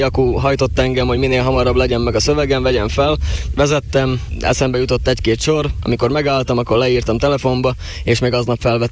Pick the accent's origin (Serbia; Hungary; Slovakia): Slovakia; Nové Zámky, Nitra Region; ez itt Újvár, tehát Érsekújvár, onnan származom, ott nőttem fel, ott születtem